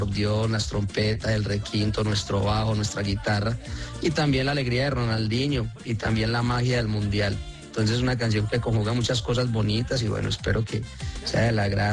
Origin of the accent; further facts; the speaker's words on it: Santa Marta, Antioquia, Colombia; yo soy de Santa Marta, Antioquia, bien campesino, bien arremangado.